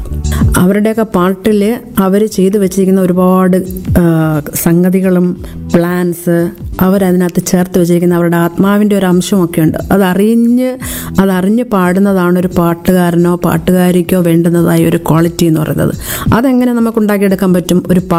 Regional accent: Kottayam, Kerala, India; പിന്നെ ഞാൻ കോട്ടയത്താണ് ജനിച്ചത്. അവിടെയാണ് എൻ്റെ പ്രാഥമികമായിട്ടുള്ള വിദ്യാഭ്യാസമൊക്കെ നടത്തിയിട്ടുള്ളത്.

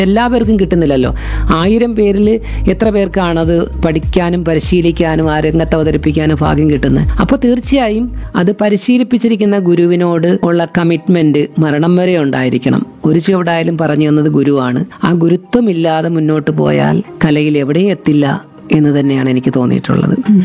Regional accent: Kalluvathukkal, Kerala, India; കല്ലുവാതുക്കൽ എന്റെ സ്വദേശത്ത് തന്നെ വീട്, അവിടെ തന്നെയാണ് ഡാൻസ് ക്ലാസ്.

